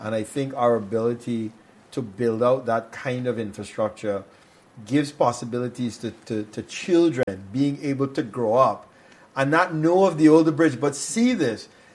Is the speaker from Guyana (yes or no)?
yes; Guyana; I'm from the West Coast.